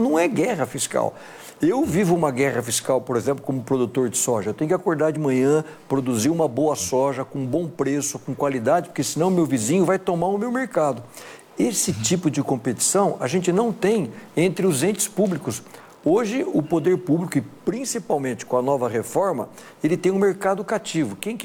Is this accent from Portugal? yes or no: no; Spain; Portuguese is a second language; Como bom espanhol, vou falar algo aqui que vai ser uma heresia